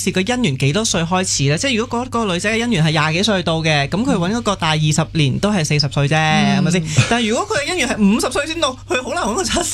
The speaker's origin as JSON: {"language": "Cantonese", "country": "Hong Kong", "tie": "born or raised there", "also_born_or_lived": "Malaysia", "said": "譬如我嘅 case， 我係馬來西亞出生，跟住我喺香港長大噶嘛，"}